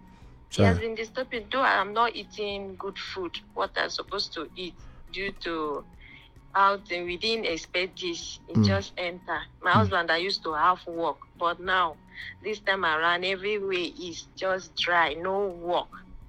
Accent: Akwa Ibom, Nigeria; moved away; Me, I'm Akwa Ibomite.

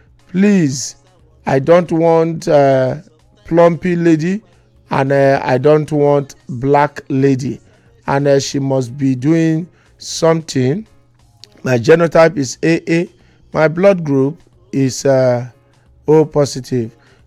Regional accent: Akwa Ibom, Nigeria; from Akwa Ibom State. Currently based in River State, I am 28 years old, short in height, brown skin

